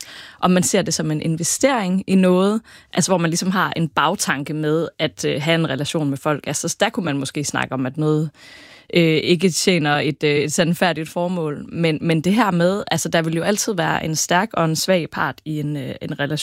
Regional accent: West Jutland, Denmark; Jeg er også fra Vestjylland.

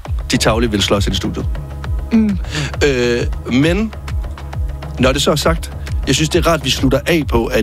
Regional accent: Varde, Region of Southern Denmark, Denmark; Jeg er fra Varde.

